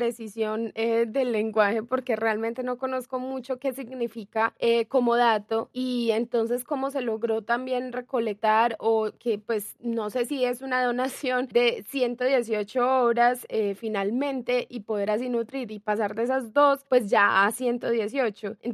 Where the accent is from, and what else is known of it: Antioquia, Colombia